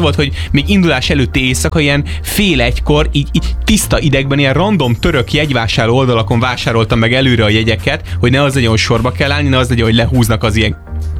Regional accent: Hungary; now in Budapest, Hungary; mindenki kérdezte, hogy honnan származunk, mondtuk, hogy Hungary

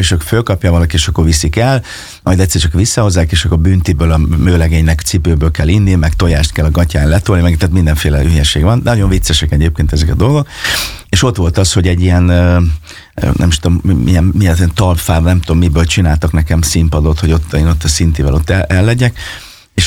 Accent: Fényeslitke, Szabolcs-Szatmár-Bereg, Hungary; also born or lived in Kisvárda; Hát ugye én Fényeslétkén nőttem föl, és Kisvárdán születtem, és hát ott a megyében

